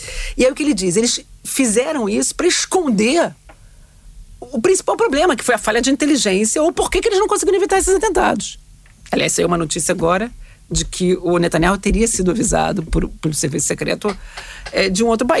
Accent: Portugal; Eu também sou portuguesa

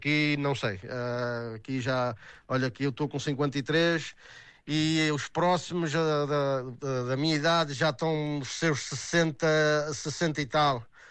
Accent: Santa Maria Island, Azores, Portugal; now in United States; Só que eu vivia lá e não me dava conta disso. Aliás, eu, em criança, depois adolescente, queria viver num lugar no paraíso, achando que os Estados Unidos era o paraíso. Só que eu vivia no paraíso e não sabia.

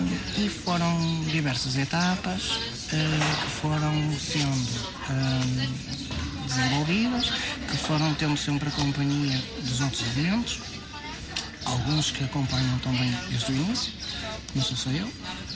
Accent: Portugal; temos orgulho em dizer que somos de Mafião e do Bustelo.

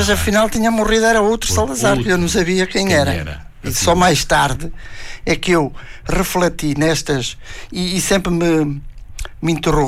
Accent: Jales, Vila Real, Portugal; E eu sou de uma aldeia de Minas de Jaltes, que era uma aldeia mineira, entre as montes.

